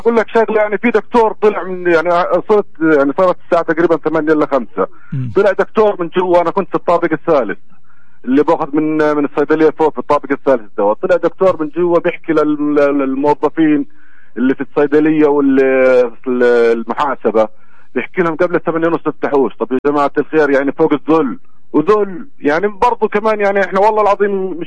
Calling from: Palestine; احنا كشعب فلسطيني احنا كموظفين فلسطينيين

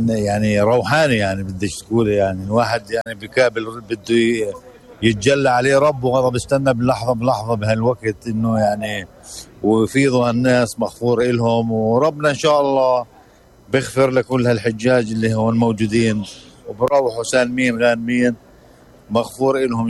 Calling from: Attil, Tulkarm Governorate, Palestine; من عتيل محافظة طول كرم

